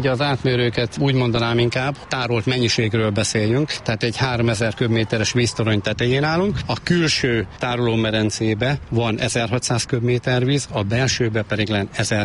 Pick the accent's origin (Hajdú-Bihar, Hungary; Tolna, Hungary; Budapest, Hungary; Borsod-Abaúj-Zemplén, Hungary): Hajdú-Bihar, Hungary; Debrecen; born there; also born or lived in Balmazújváros; Balmazvárosi születésű vagyok, de az itt van Debrecen mellett, 76 óta élek Debrecenben, úgyhogy mondhatom azt, hogy debreceni vagyok.